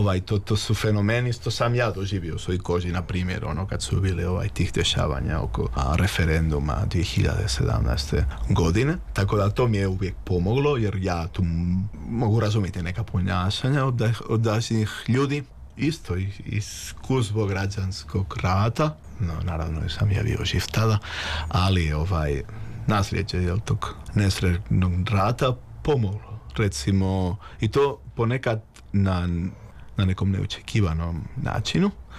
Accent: Catalonia, Spain; Croatian is a second language; now in Sarajevo, Bosnia and Herzegovina; sam Katalonac

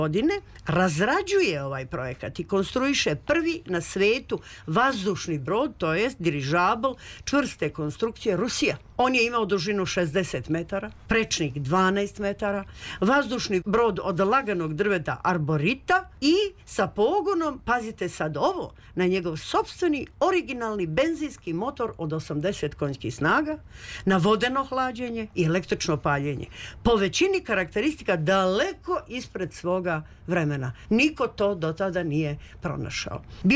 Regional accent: Serbia; Ja sam iz Srbije, naravno, žena možda i ne zna gde je to.

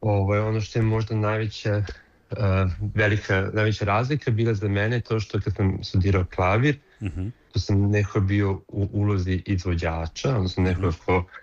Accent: Serbia; now in Berlin, Germany; pošto ja sam iz Srbije, hoda iz Irana, ali mi se znamo iz Berlina, pošto ja živim u Berlinu iz 10 godina

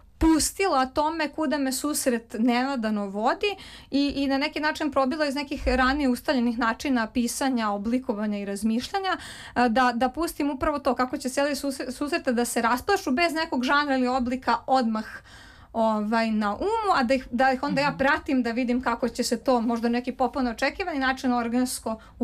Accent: Belgrade, Serbia; Tako da između mog Beograda i novih svetova mislim da u tom sadejstvu najbolje nastaju knjige.

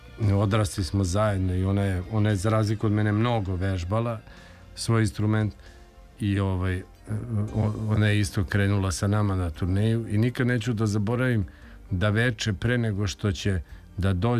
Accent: Sremska Mitrovica, Vojvodina, Serbia; taj prvi koncert najvažniji je bio u pozorištu Dobrica Milutinović u Sremskoj Mitrovici u mom gradu, odakle sam ja.

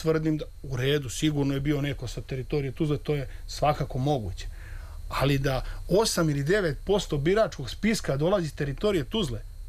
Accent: Bajina Bašta, Zlatibor District, Serbia; pošto ja dolazim iz Bajine Bašte, tamo su bili lokalni izbori, jako dobro poznajem taj teren

